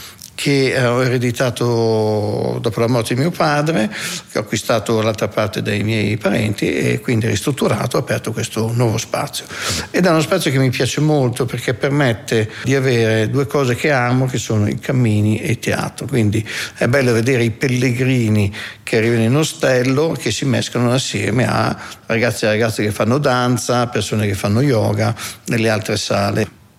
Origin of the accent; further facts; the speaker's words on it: Piacenza, Emilia-Romagna, Italy; io sono di Piacenza